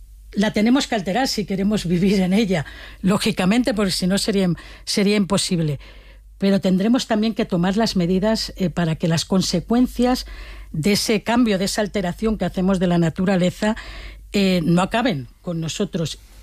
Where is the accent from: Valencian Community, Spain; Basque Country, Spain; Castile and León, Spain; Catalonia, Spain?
Valencian Community, Spain